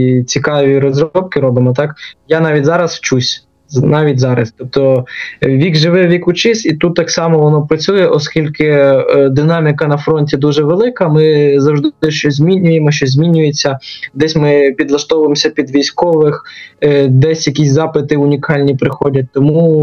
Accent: Kharkiv, Kharkiv Oblast, Ukraine; я сам з Харкова

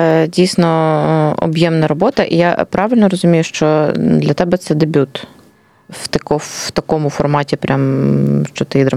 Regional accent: Luhansk Oblast, Ukraine; now in Kharkiv, Ukraine; я, власне, з Луганщини, і ми коли думали в 2014 році, що за 2-3 тижні все закінчиться, ми приїхали, власне, в Харків, і заїхали з району Холодної гори

